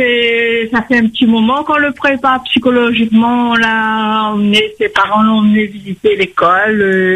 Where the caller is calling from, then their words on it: Saint-Benoît, Réunion; parce que moi, j'habite à Saint-Benoît